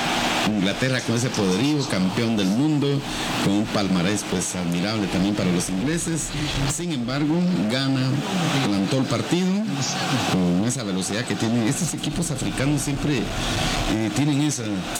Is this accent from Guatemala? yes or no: yes; Guatemala; Y lo cual nos ha faltado a nosotros, como guatemaltecos, como chapines